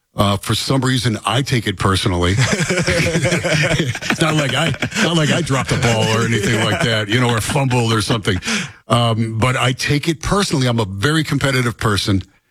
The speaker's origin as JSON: {"language": "English", "region": "Rust Belt", "country": "United States", "tie": "born or raised there", "said": "And I grew up in the Rust Belt blue-collar mentality."}